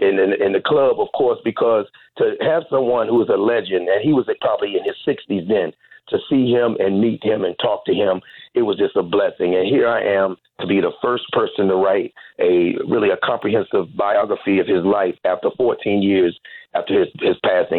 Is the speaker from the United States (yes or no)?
yes; Washington, District of Columbia, United States; moved away as an adult; I'm from Washington, D.C., went to Duke Ellington School for the Arts and graduated in 1985. So I left Washington in 85.